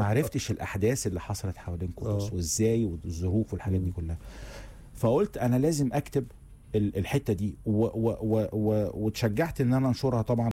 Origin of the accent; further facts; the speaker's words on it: Egypt; والكتابه في التاريخ عندنا في مصر ممكن ساعه او ساعتين حدث حصل